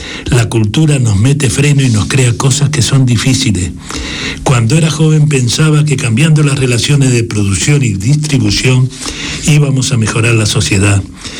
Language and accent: Spanish; Uruguay